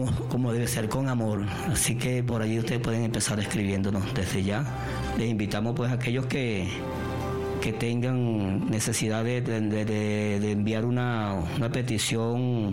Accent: Venezuela

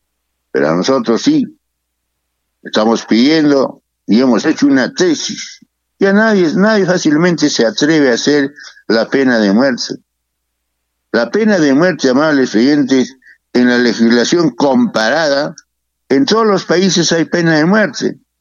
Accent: Peru

